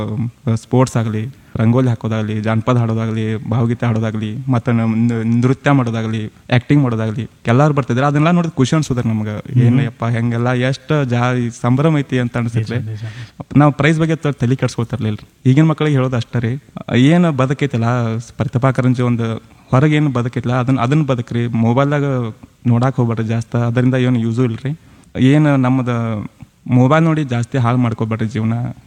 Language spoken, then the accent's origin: Kannada; Bhutramatti, Karnataka, India; ನಾನು ಹುಟ್ಟಿದ್ದು ಬುತ್ರಾಮಟ್ಟಿ ಅಲ್ರಿ, ಇಲ್ಲಿ ಸಿಟಿಯಿಂದ 16 ಕಿಲೋಮೀಟರ್ ಐತ್ರಿ ಬುತ್ರಾಮಟ್ಟಿ. ರಾಣಿ ಚೆನ್ನಮ್ಮ ಯೂನಿವರ್ಸಿಟಿ ಪಕ್ಕದಲ್ಲಿರೋ ಅವ್ರು ಬುತ್ರಾಮಟ್ಟಿ. ಅಲ್ಲೇ ಊರಲ್ಲೇ ಸರ್ಕಾರಿ ಸ್ಕೂಲಾಗ ಕಲಿತೆ ರೀ